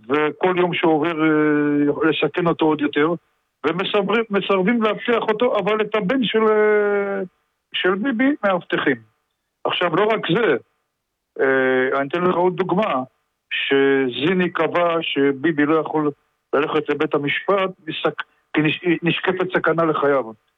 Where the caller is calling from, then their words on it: Petah Tikva, Central District, Israel; אני מפתח תקווה.